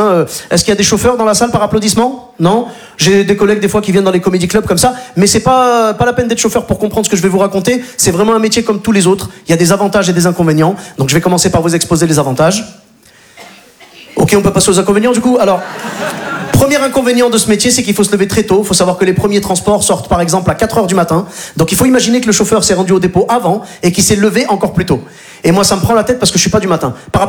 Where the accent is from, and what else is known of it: Morocco